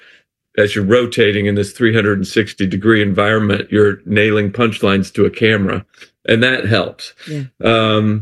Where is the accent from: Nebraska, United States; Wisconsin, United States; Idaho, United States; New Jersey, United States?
Idaho, United States